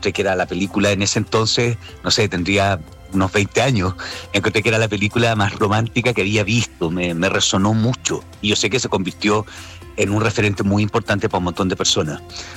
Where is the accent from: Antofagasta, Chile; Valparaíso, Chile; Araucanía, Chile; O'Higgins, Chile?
Araucanía, Chile; Temuco; Sí, yo soy de Temuco, yeah. Así que también es especial para mí por primera vez ir a Temuco a hacer teatro.